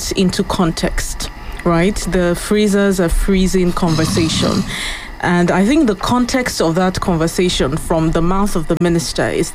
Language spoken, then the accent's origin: English; Nigeria; as Nigerians